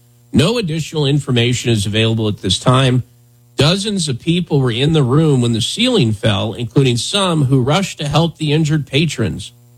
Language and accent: English; Wyoming, United States; when I was growing up in Wyoming